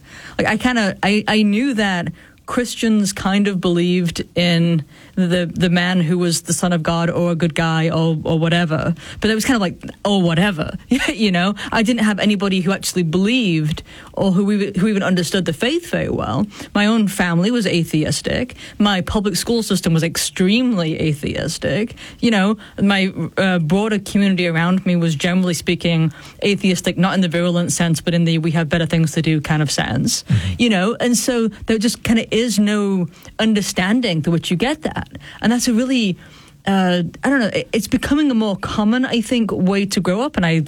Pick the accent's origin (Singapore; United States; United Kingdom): United Kingdom; England; I think we're roughly the same age, but I was growing up in England, mm-hmm. and you over in the U.S.